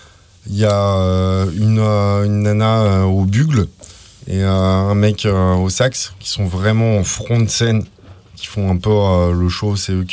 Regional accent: Paris, Île-de-France, France; je viens de Paris, je vais quand même parler des compatriotes de Bordeaux, quoi.

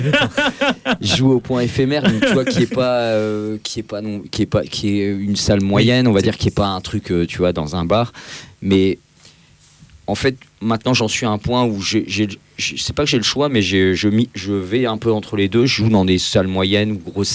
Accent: Metz, Grand Est, France; moi je suis de Metz

